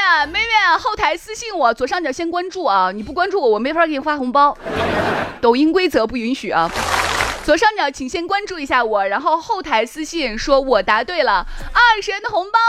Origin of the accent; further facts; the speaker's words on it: Shaanxi, China; 我们陕西人